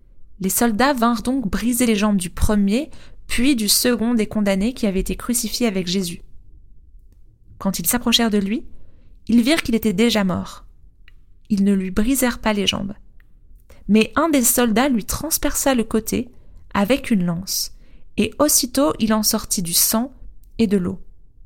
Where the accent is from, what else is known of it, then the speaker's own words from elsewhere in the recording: Grand Est, France; Moi, je viens de Lorraine. Mais de cette partie qui n'a jamais été allemande.